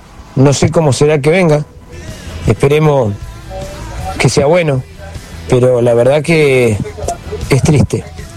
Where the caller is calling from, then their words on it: Villa Regina, Río Negro, Argentina; soy de Villa Regina, Río Negro.